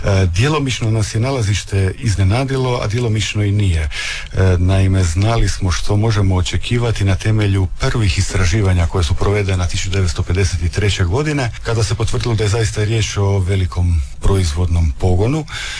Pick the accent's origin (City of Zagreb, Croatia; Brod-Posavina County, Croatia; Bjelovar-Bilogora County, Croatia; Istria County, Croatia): Istria County, Croatia; kod nas u Istri